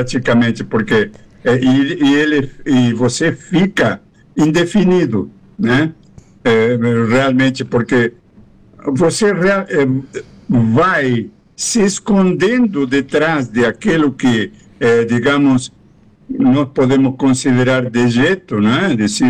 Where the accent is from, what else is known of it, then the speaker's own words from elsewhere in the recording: Argentina; moved away; um tango da minha terra